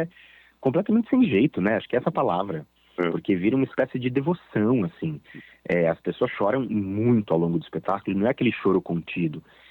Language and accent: Portuguese; São Paulo, Brazil; moved away as an adult; also born or lived in Rio de Janeiro; eu me mudei para o Rio de Janeiro, sou de São Paulo, para fazer o espetáculo.